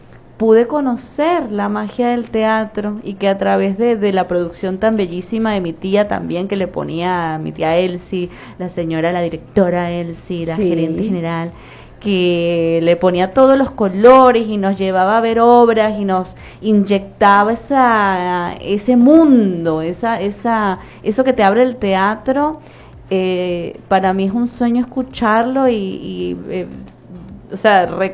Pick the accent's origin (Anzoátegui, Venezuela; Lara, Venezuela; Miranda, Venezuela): Anzoátegui, Venezuela; El Tigre